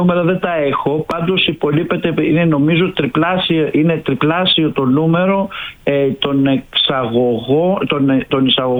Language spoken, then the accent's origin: Greek; Greece; εμείς έχουμε ένα σκοπό ως Έλληνες.